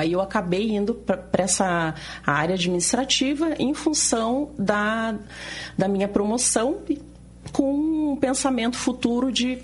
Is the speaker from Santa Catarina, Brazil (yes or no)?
no; Curitiba, Paraná, Brazil; Passei toda a minha infância, a juventude aqui em Curitiba.